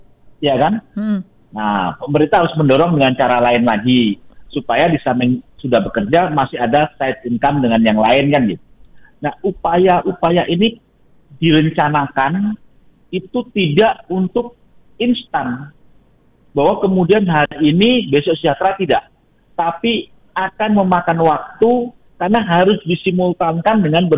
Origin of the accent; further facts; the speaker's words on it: Boyolali, Central Java, Indonesia; Saya orang Boyolali